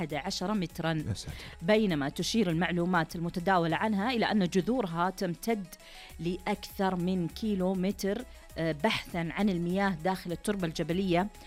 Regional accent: Saudi Arabia; وفي مملكتنا العربية السعودية

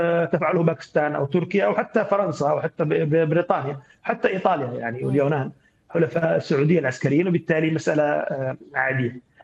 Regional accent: Yemen; يعني تقاطعت مصلحتنا نحن كيمنيين مع مصلحه السعوديين ومصلحه الامريكان

